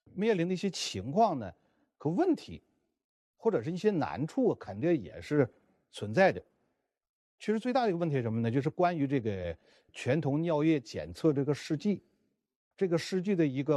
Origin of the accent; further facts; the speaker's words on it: China; 目的吧，还是希望咱们中国人来讲，本身我作为华人，作为国人，咱们国家现在糖尿病这个患者2.3亿多